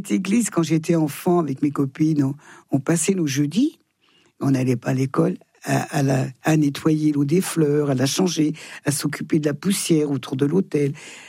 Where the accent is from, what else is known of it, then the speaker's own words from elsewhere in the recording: Thonon-les-Bains, Auvergne-Rhône-Alpes, France; born there; Je suis née à Thonon.